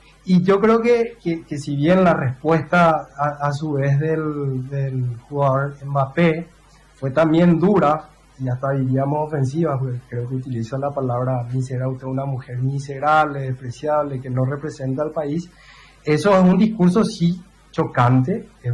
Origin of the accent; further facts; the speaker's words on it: Paraguay; ¿Cómo nos sentiríamos nosotros como ciudadanos paraguayos